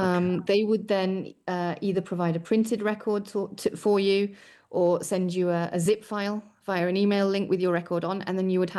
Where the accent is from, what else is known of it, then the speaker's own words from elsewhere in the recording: United Kingdom; irrespective of my faith, of the fact that I wear a hijab, I'm British and I'm proud of it.